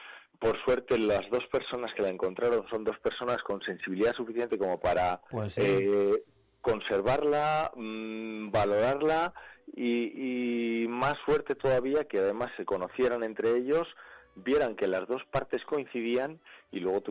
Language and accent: Spanish; Soria, Castile and León, Spain; Y que aparezca en mi pueblo